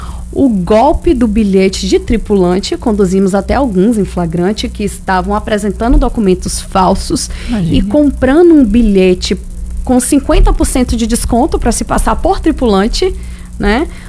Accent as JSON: {"language": "Portuguese", "town": "Salvador", "region": "Bahia", "country": "Brazil", "also_born_or_lived": "Baixa Grande, Bahia / Pintadas, Bahia", "said": "Sou de Salvador."}